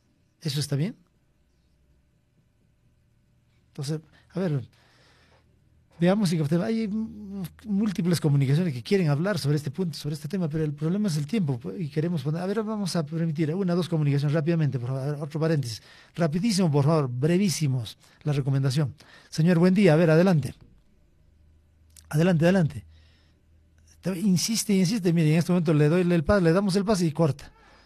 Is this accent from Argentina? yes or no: no; Peru; nosotros como peruanos